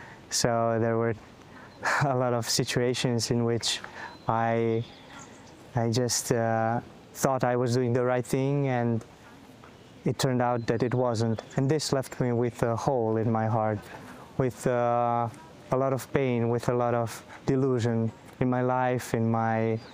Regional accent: Croatia; moved away as an adult; now in Italy; I come from Croatia. I'm 25 years old.

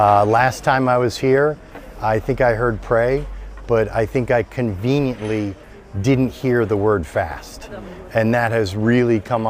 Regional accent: Chicago, Illinois, United States; I'm from Chicago, Illinois.

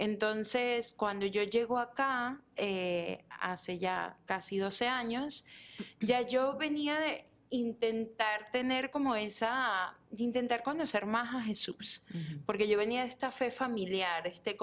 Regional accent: Venezuela; moved away; como mencionaste, soy venezolana. Llegué a este país hace 12 años

